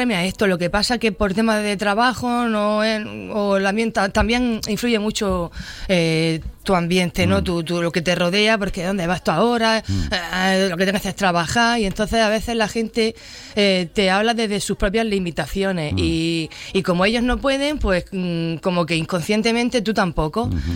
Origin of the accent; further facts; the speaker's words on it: Almería, Andalusia, Spain; me sigue mucha más gente de fuera de Almería.